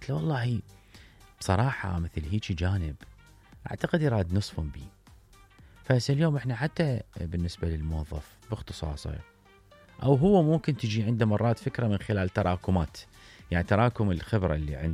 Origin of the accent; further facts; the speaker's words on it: Iraq; عندنا بالعراق